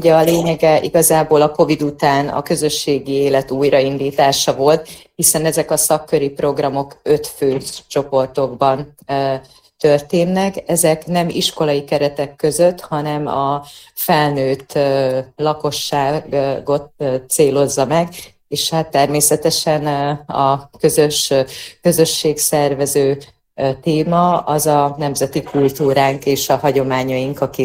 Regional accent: Zakarpattia Oblast, Ukraine; az elmúlt napokban otthon Kárpátalján a Szürtei rendezvénytermünkben tartottuk meg az évadzáró szakkör kiállítást

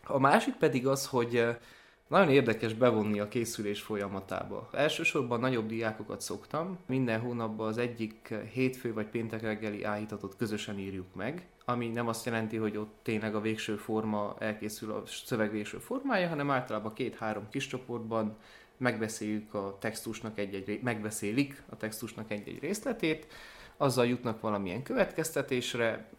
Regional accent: Agyagfalva, Harghita, Romania; nálunk Székelyföld azon részén, ahol felnőttem, legalábbis Agyakfalván

